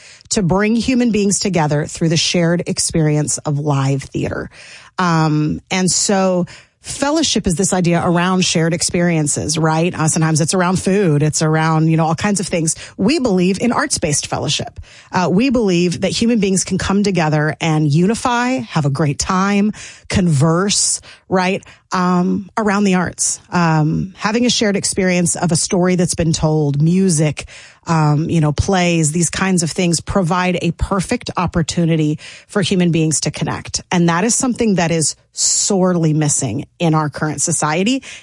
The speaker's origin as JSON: {"language": "English", "town": "Franklin", "region": "Tennessee", "country": "United States", "said": "I'm from Franklin."}